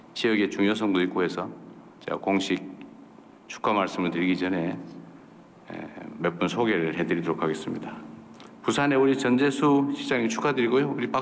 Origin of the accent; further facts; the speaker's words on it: North Gyeongsang, South Korea; 제 고향이기도 한데 경상북도